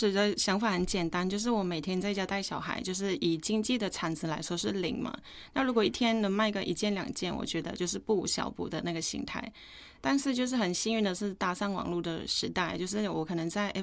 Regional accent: Chiang Rai, Thailand; Chinese is a second language; moved away as an adult; now in Taiwan; 后来就是落地生根，变成台湾的媳妇。那我的家乡呢是在台北最北部的青莱

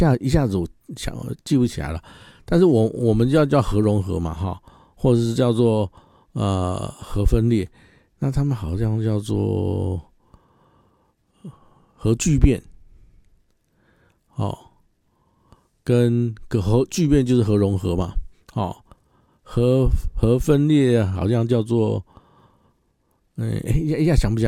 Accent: Taiwan; 但是我们台湾这边的一些名词听起来会比较优美一点

